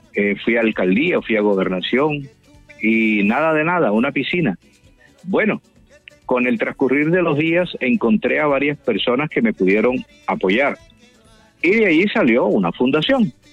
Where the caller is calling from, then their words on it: Montería, Córdoba, Colombia; De la bella y hermosa Perla del Sinú, la ciudad de Montería